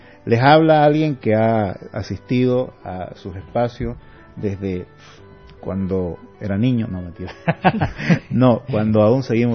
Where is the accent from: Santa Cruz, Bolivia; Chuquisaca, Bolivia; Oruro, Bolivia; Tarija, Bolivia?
Santa Cruz, Bolivia; nosotros como ciudadanos cruceños y bolivianos